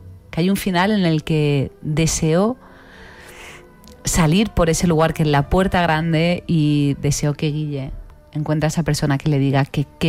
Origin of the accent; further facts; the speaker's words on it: Seville, Andalusia, Spain; soy de Sevilla.